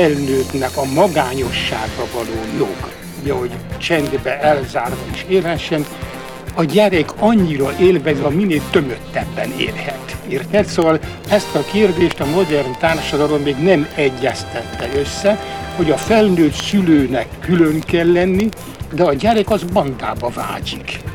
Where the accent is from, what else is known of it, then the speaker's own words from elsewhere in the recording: Felső Rácegres, Tolna, Hungary; messze eső puszta az, ahol én születtem, Rácseg, Felső Rácsegre, a Simon Tornya és Sárszentlőrinc között.